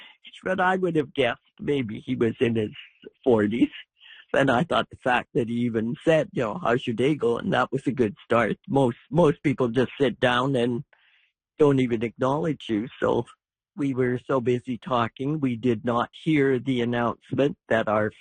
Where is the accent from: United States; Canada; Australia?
Canada; Saskatoon, Saskatchewan; Hi there. … from Saskatoon, Saskatchewan.